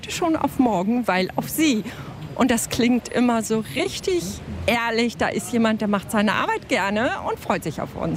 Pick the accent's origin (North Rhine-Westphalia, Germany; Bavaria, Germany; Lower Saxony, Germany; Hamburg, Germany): Hamburg, Germany; und komme aus Langenhorn.